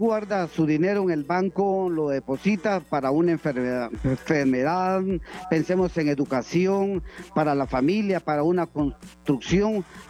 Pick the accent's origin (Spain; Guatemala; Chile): Guatemala; para poder cumplir con los compromisos que como buenos guatemaltecos tenemos, como buenos ciudadanos, con las familias.